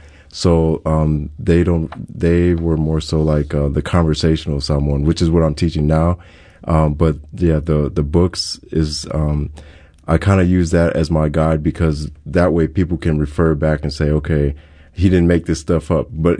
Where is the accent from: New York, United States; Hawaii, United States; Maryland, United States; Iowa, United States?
Hawaii, United States